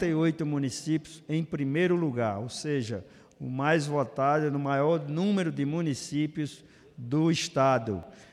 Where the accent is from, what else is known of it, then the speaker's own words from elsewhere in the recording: Rio Grande do Norte, Brazil; aos eleitores e eleitoras do meu Rio Grande do Norte, que nos fizeram deputado federal